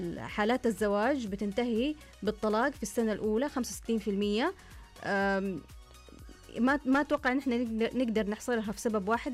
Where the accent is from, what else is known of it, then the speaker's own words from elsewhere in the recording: Saudi Arabia; عندنا في السعودية